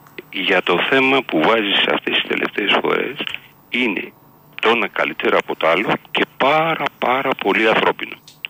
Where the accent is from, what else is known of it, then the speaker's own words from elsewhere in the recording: Kaisariani, Attica, Greece; Εγώ γεννήθηκα στην Κεσαριανή, ο πατέρας Μικρά Ασία